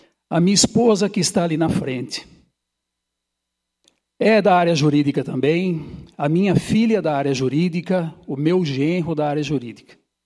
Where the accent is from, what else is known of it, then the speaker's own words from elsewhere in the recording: Sorocaba, São Paulo, Brazil; now in Araras, Brazil; eu sou de Sorocaba, vim para cá, para Araras, em 1993.